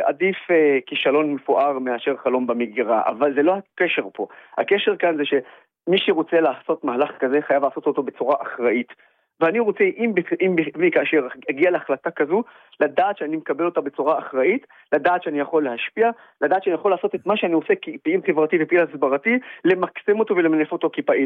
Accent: Nazareth, Northern District, Israel; moved away as an adult; now in Tel Aviv, Israel; אני היום בתל אביב, אבל כל חיי גדלתי בנצרת

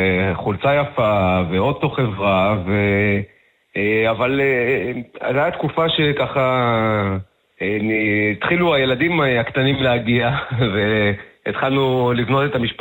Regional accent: Beersheba, Southern District, Israel; born there; now in Kibbutz HaMa'apil, Israel; אני לא יליד הקיבוץ, אני בכלל נולדתי בבאר שבע

